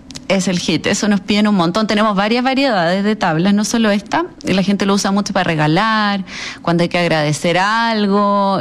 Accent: southern Chile, Chile; Yo soy sureña, alemana, y soy muy agridulce.

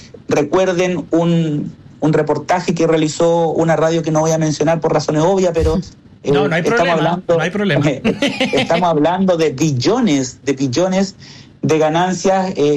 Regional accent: Antofagasta, Chile; yo no soy de la región metropolitana, soy de Antofagasta

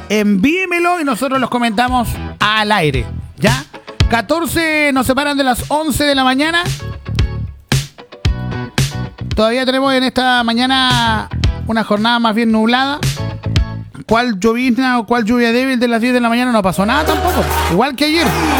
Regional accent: Los Ángeles, Biobío, Chile; Ah, de mi tierra, Pisa.

